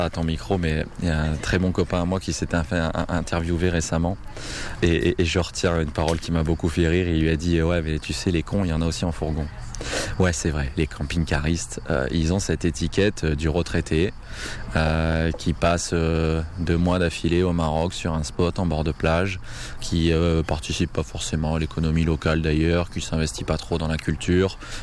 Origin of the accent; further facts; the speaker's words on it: Provence-Alpes-Côte d'Azur, France; je viens de la Côte d'Azur